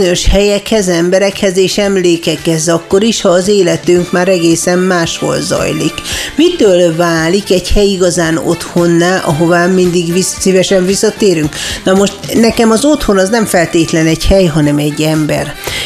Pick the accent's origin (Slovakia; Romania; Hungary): Hungary; Debrecen, Hajdú-Bihar; én Debrecenbe születtem, nőttem föl, és itt is élek, és ha nem muszáj, nem hagynám el Debrecen